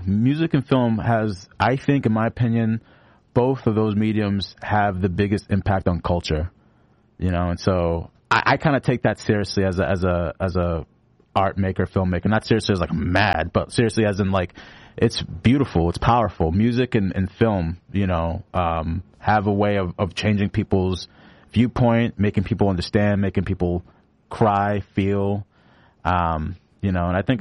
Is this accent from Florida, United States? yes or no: no; Lynn, Massachusetts, United States; And so I'm from Lynn, which is not too far from East Boston. Very similar backgrounds, demographics in the community.